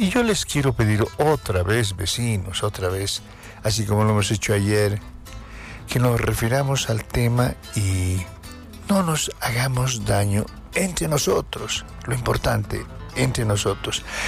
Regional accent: Bolivia

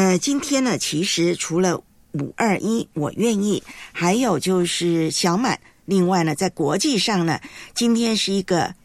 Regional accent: Taiwan; moved away; 我的家乡高山乌龙茶

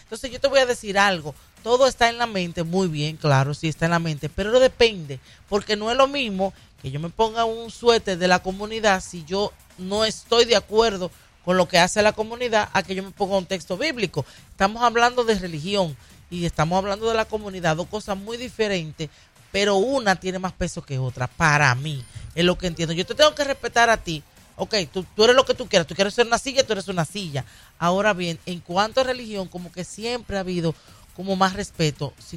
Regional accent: Dominican Republic; now in United States; uno como dominicano se siente mal

